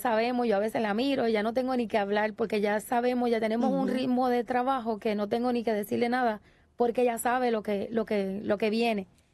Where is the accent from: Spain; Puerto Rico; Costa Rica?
Puerto Rico; Bayamón; Yo soy de Bayamón, pero yo hago rutas por pueblo.